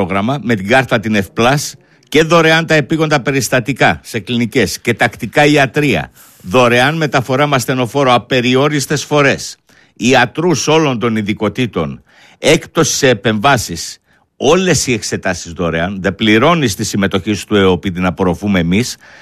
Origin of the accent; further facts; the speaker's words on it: Thessaloniki, Central Macedonia, Greece; born there; δεν λέω επειδή είμαι γέννημα Θέρμα Θεσσαλονίκης, εγώ είμαι Μικρασιάτης.